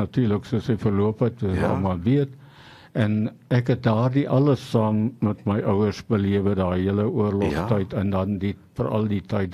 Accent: Pietermaritzburg, KwaZulu-Natal, South Africa; born there; Gebore in Pietermaritzburg, en soos die kinders meer geword het, kom my ouers nie die mas opkom nie

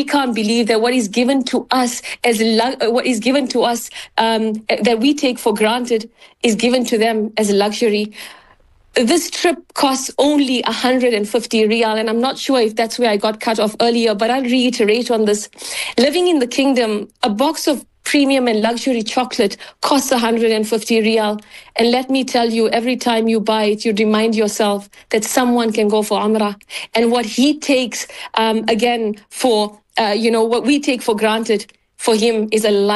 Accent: South Africa; As a South African, especially a country shaped by inequality, but also by resilience and dignity

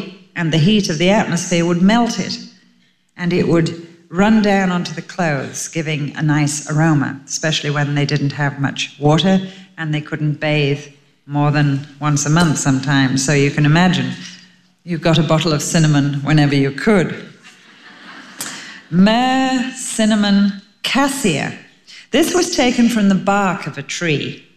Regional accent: England, United Kingdom; being English

